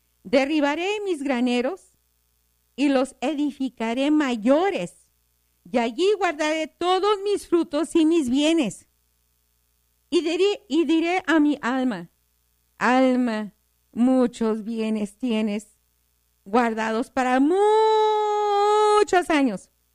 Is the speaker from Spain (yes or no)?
no; El Paso, Texas, United States; ya estoy aquí de nuevo, extrañando la playa, pero aquí de nuevo en mi tierra, donde brilla el sol, en la tierra donde hay mucha arena. Sí, aquí hay arena, hay mucho desierto, pero ¿sabes qué? Amo El Paso, Texas.